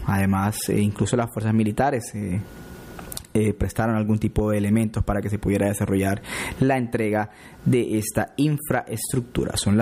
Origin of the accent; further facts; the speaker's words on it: San Andrés, Providencia and Santa Catalina, Colombia; first language San Andrés Creole; Spanish is a second language; en nuestra lengua materna, en nuestro criol